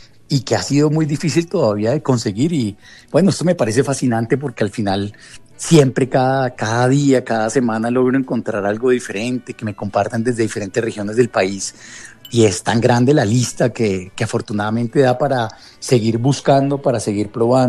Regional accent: Colombia; Entonces, uno como colombiano, pues sí, de pronto conoce unas 30, 40 que puede encontrar

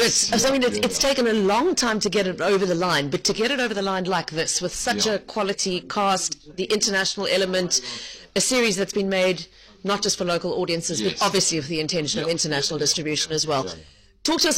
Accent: South Africa

